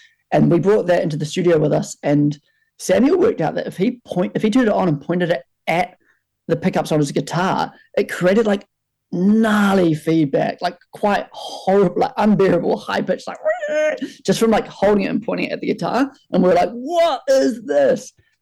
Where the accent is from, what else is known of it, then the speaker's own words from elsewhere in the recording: New Zealand; growing up in Aotearoa.